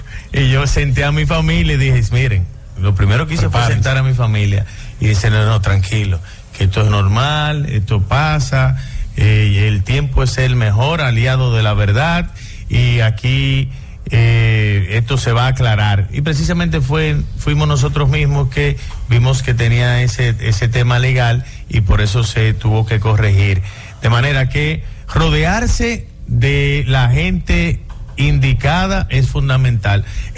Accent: Dominican Republic; Soy el sexto dominicano graduado en desarrollo humano por la Flaxo Argentina.

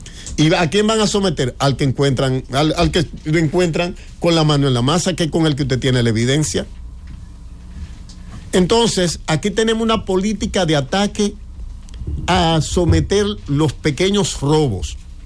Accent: Dominican Republic

